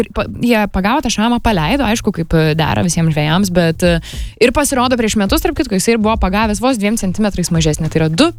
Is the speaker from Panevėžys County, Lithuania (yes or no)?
no; Kaunas, Kaunas County, Lithuania; mes patys esam iš Kauno.